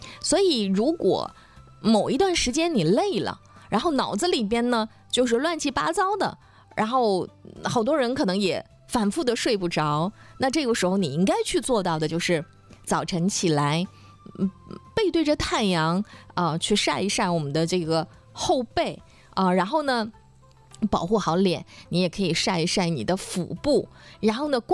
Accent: Dalian, Liaoning, China; 他一看就是我们那个老大连人哈，就是大连话说的特别的正宗。

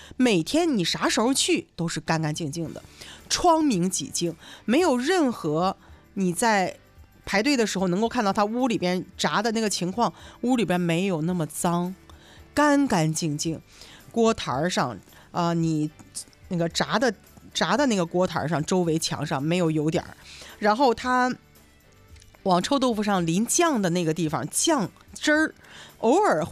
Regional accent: Dalian, Liaoning, China

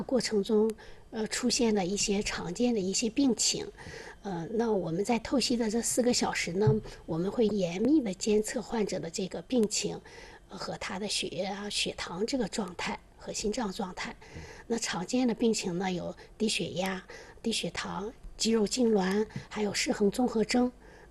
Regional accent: Dalian, Liaoning, China

